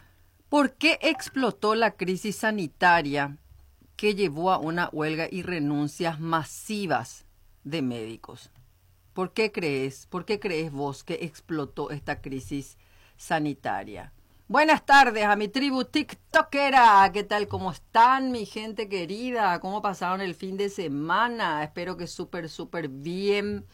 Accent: Paraguay; nosotros tenemos que tragarnos las S, si no, no somos paraguayos

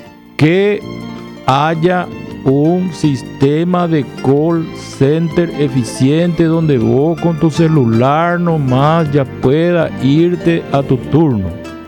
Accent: Paraguay; tenemos pila como paraguayo

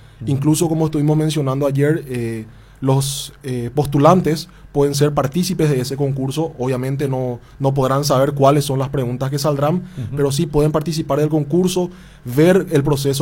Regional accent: Coronel Oviedo, Caaguazú, Paraguay; yo soy de Coronel Oviedo, me siento como en casa.

